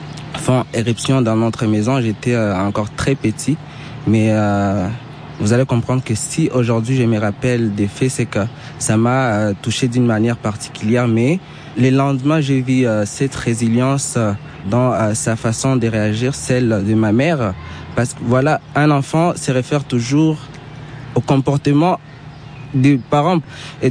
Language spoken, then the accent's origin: French; East, DR Congo; first language Swahili; French is a second language; now in Kinshasa, Congo DR; Oui, le Swahili, je viens de l'Est, donc l'Est, c'est le Swahili, comme ici à l'Ouest, à Kinshasa, c'est les Lingala.